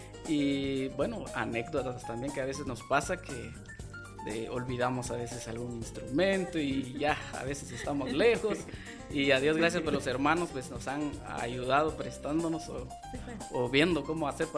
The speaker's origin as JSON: {"language": "Spanish", "town": "San Juan Sacatepéquez", "region": "Guatemala Department", "country": "Guatemala", "said": "Yo soy puro sanjuanero, de acá de Guatemala"}